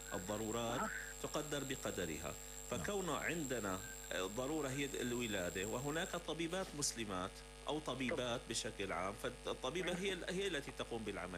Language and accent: Arabic; Damascus, Damascus Governorate, Syria; هذا ما شائع عندنا في دمشق